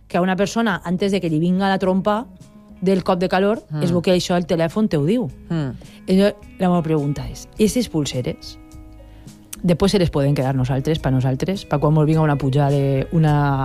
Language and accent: Catalan; Ontinyent, Valencian Community, Spain; now in Valencia, Spain; Ontinyent, que és el meu poble, i és des d'on estic fent la secció avui.